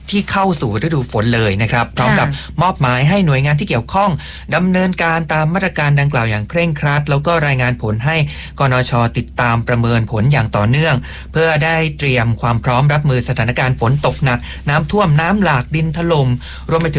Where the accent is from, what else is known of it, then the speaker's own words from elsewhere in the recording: Surat Thani, Thailand; คนใต้แต่ว่าเป็นคนสุราษฎร